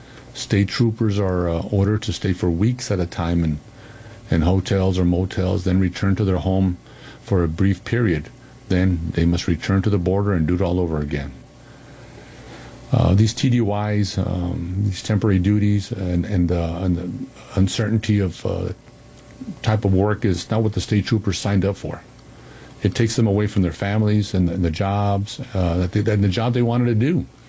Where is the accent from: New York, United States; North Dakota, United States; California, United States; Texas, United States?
Texas, United States; El Paso; out here in the desert Southwest. He constantly expressed his frustrations and loved criticizing my hometown of El Paso.